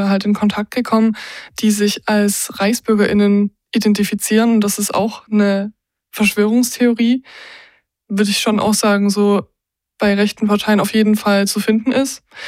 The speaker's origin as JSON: {"language": "German", "region": "Saxony", "country": "Germany", "tie": "born or raised there", "said": "ich komme aus Sachsen"}